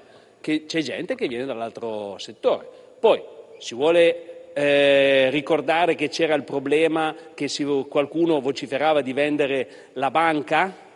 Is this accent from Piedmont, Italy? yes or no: yes; Asti, Piedmont, Italy; sono di Asti.